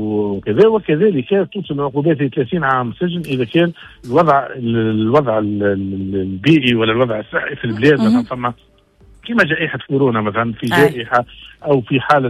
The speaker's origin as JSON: {"language": "Arabic", "country": "Tunisia", "said": "انا كمواطن تونسي"}